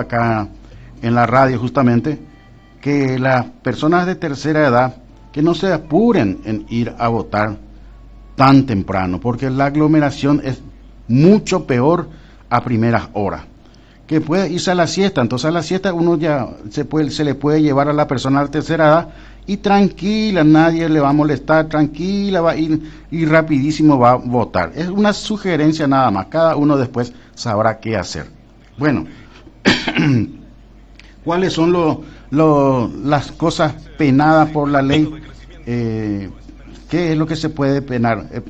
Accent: Paraguay; Somos todos paraguayos por sobre todas las cosas.

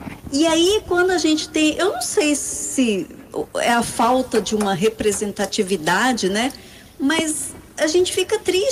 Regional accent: Ponta Porã, Mato Grosso do Sul, Brazil; nós aqui que somos de Ponta Porã.

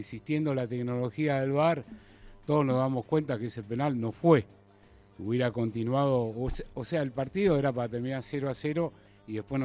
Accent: Argentina; now in Paraguay; Es como me ocurre a mí con Argentina. En este momento no me ofrece las condiciones, como muchos argentinos en el exterior, para quedarnos. Y bueno, nos toca vivir en un país extranjero

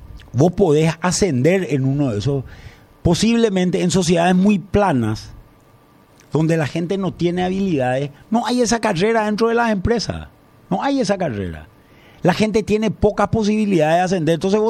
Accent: Paraguay

